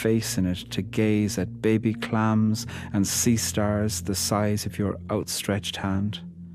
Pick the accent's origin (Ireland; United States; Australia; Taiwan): Ireland; I'm a poet from Ireland